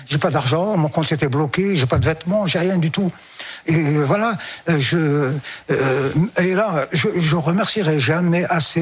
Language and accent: French; Algeria; Je suis algérien.